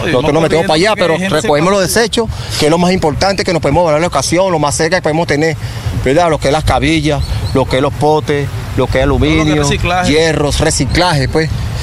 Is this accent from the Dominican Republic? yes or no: no; Venezuela; Estamos claros porque somos venezolanos y entendemos la realidad, pues.